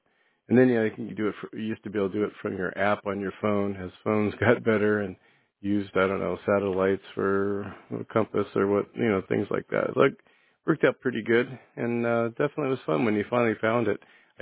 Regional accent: Grass Valley, California, United States; growing up in the Grass Valley, Nevada City area

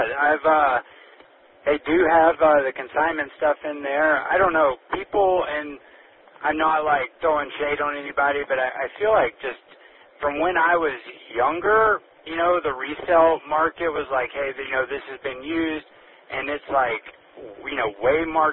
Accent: Southeast, United States; I grew up in the Southeast.

